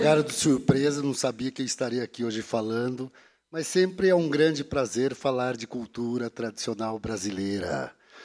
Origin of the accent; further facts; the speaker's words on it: Araras, São Paulo, Brazil; accent: caipira retroflex R; Enquanto cidadão ararense e brasileiro. Né? Como eu tenho orgulho do nosso R retroflexo